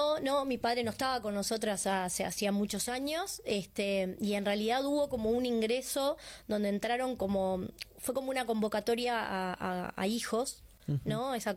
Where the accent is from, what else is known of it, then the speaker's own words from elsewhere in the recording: Montevideo, Uruguay; en realidad nací, soy de Montevideo, uh-huh. Mis padres son de Canelones, de Sauce